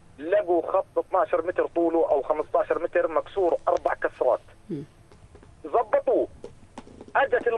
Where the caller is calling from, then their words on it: Jordan; من قريه ابو صياح